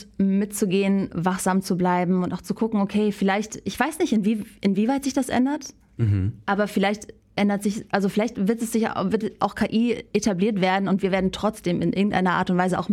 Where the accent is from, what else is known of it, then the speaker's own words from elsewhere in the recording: Northern Germany, Germany; Ich komme ja zum Beispiel aus dem Norden. Hat ganz lange das PF nicht existiert. Ich habe dann bei uns, wir sagen einfach Pferd.